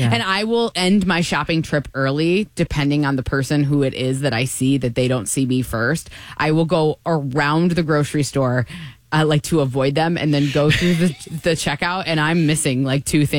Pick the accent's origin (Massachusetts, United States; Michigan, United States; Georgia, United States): Michigan, United States; born or raised there